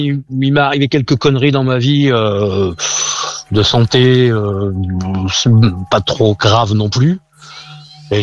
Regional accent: Limoges, Nouvelle-Aquitaine, France; Je suis de Limoges et la maladie, elle est de Limoges.

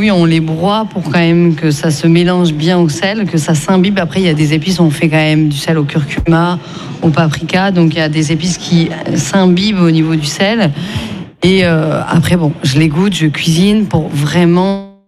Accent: Tours, Centre-Val de Loire, France; moved away as an adult; now in Narbonne area, France; je suis de Tours, hein, ça fait 18 ans que j'habite ici

